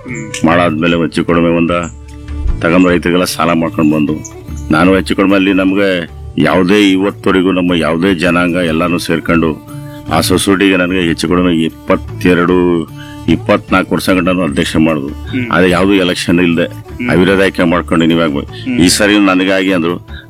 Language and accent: Kannada; Hechmatakere, Karnataka, India; ಈಗ ನಮ್ಮ ಹೆಚ್ಮಟ್ಕೇರಿ ಗ್ರಾಮದಲ್ಲಿ ನಮ್ಮ ತಂದೆಯವರು ಇದ್ರು.